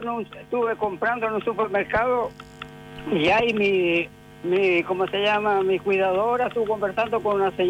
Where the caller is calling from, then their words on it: Chile; De acá, de la Clotario.